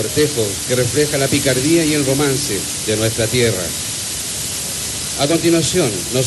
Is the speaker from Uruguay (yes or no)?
no; Chile